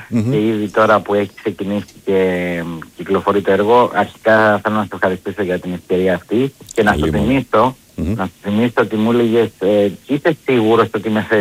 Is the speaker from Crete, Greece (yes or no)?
no; Corfu, Ionian Islands, Greece; born or raised there; also born or lived in Sparta